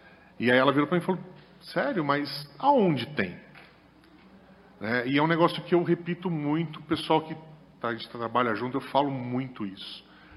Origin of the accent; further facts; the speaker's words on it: Praia Grande, São Paulo, Brazil; Lá eu sou de Praia Grande